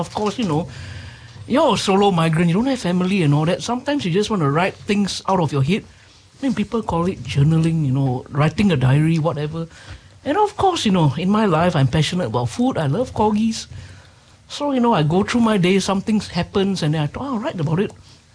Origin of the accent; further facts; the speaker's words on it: Singapore; first language English; moved away as an adult; also born or lived in London; now in New Zealand; I came back to Singapore.